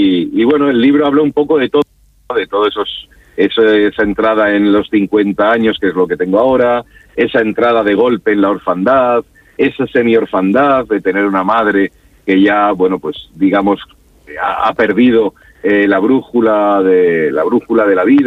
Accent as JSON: {"language": "Spanish", "town": "Madrid", "region": "Community of Madrid", "country": "Spain", "tie": "born or raised there", "said": "Bueno, ciezano por espíritu y por filiación familiar. Yo nací en Madrid, entonces me crié allí. Yo no he tenido la suerte de vivir nunca en Murcia, la verdad. Ni en Cieza ni en ninguno de los otros lugares que amo tanto de esta región, como la ciudad, como Mazarrón."}